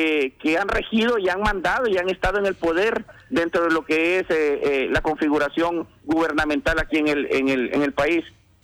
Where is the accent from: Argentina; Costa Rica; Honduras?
Honduras; Nosotros como hondureños